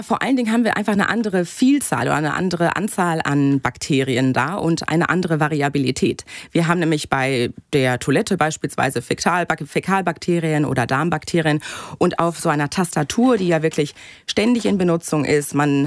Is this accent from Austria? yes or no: no; Bochum, North Rhine-Westphalia, Germany; born there; Ich komme gebürtig aus Bochum, richtig.